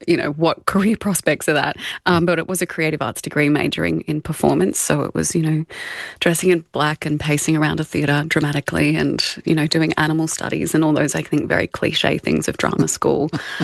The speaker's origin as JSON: {"language": "English", "town": "Albury", "region": "New South Wales", "country": "Australia", "tie": "born or raised there", "said": "I grew up in Albury, born and bred, and my parents are still there. I think, as a regional kid and we had family in Sydney, I used to always dream of going to the big city"}